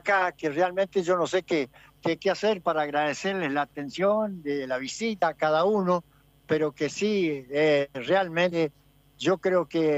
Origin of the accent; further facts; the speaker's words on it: Entre Ríos, Argentina; de estar en distintos países diciendo soy argentino, soy entrerriano.